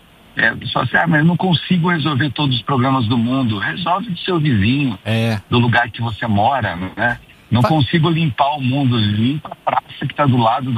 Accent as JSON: {"language": "Portuguese", "area": "Cachoeira Paulista", "region": "São Paulo", "country": "Brazil", "tie": "born or raised there", "said": "minha cidade Natal, Caxias Paulista"}